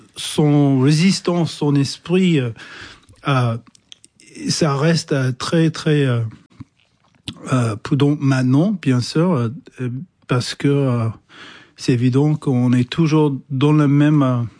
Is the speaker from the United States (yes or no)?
yes; New Hampshire, United States; Parce que je viens de Nouvelle-Angleterre, donc ça résonne aussi, c'est à New Hampshire.